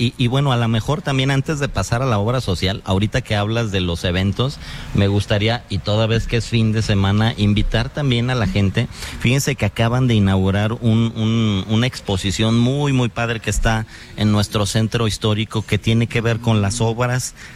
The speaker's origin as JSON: {"language": "Spanish", "town": "Irapuato", "region": "Guanajuato", "country": "Mexico", "said": "es algo que nos hace sentirnos orgullosos de ir a cualquier parte del país y que, ¡ay, soy de Irapuato!"}